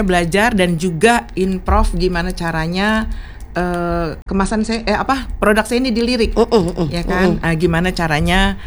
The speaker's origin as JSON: {"language": "Indonesian", "region": "Jakarta", "country": "Indonesia", "tie": "born or raised there", "said": "Asli Minang dua-duanya, cuman saya lahir Jakarta, gede di Jakarta."}